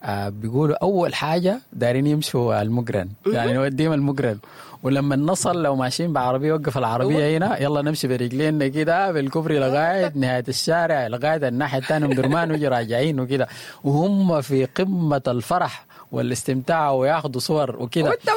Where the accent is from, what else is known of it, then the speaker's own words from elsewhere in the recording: Sudan; نحن كسودانيين